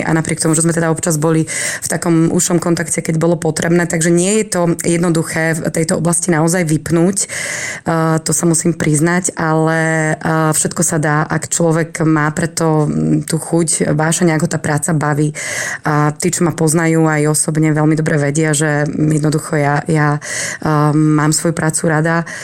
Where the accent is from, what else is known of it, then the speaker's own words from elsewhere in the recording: Malacky, Bratislava Region, Slovakia; now in Trenčianske Teplice, Slovakia; Ja pochádzam inak z Malaciek, z Bratislavského kraja teda. Takže tam mám rodičov, mám tam vlastne rodný dom a som tam vlastne žila dlhé roky, takže poznám veľmi dobre aj Záhorie.